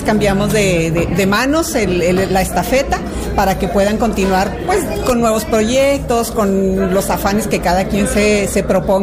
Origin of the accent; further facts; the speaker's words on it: Durango, Mexico; Durango, a la orden.